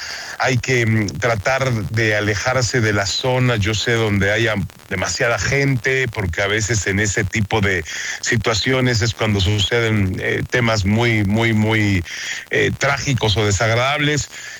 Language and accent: Spanish; Mexico